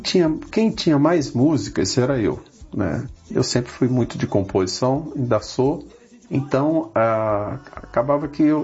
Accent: Maranhão, Brazil; como eu venho do Maranhão. e eu morei grande parte no interior do Maranhão, então a gente convivia com o rio, com as dificuldades, com o sertanejo.

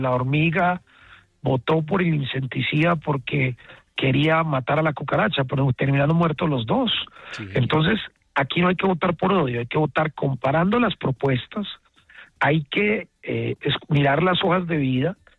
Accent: Medellín, Antioquia, Colombia; yo nací en Medellín, pues soy bachiller del Colegio San José de la Salle

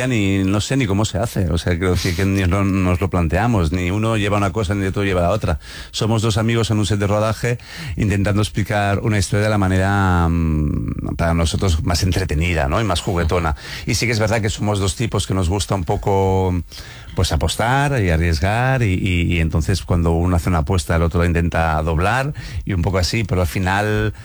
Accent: Valencian Community, Spain; además yo que soy valenciano, imagínate, el esperpento para mí es como el pan nuestro de cada día

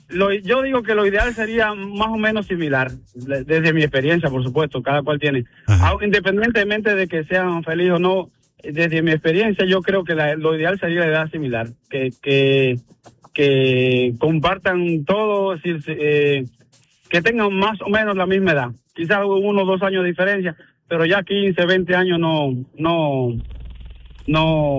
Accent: Cuba; Soy cubano, es primera vez que participo.

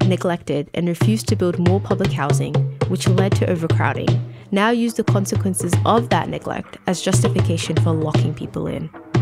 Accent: Melbourne, Victoria, Australia; I grew up in the Carlton Flats in Nam, Australia.

